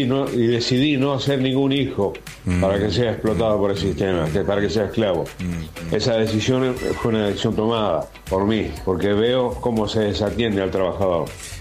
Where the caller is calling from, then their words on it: Chivilcoy, Buenos Aires Province, Argentina; de Chivilcoy.